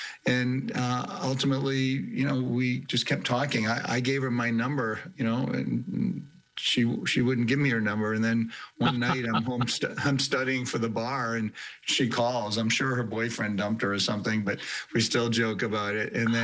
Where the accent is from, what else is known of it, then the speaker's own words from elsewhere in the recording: Rye, United States; my hometown of Rye